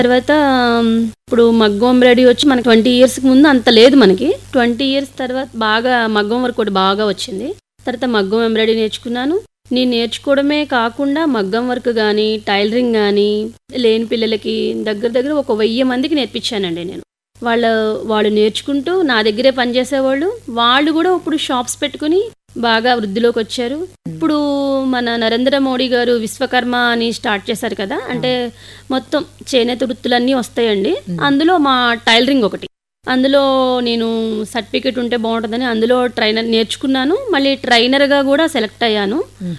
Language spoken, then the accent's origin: Telugu; Eluru, Andhra Pradesh, India; అది మా ఊరు ఏలూరు పక్కన చదుమేళ్ళని ఒక 5 ఉండేది.